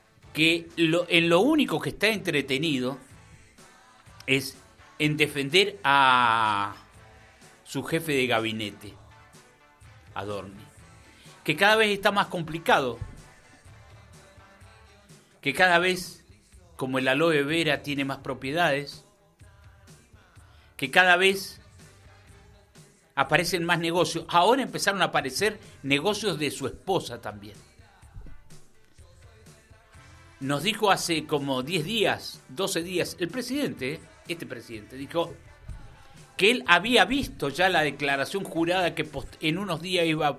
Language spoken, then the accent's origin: Spanish; Argentina; lo que tendríamos que hacer como argentino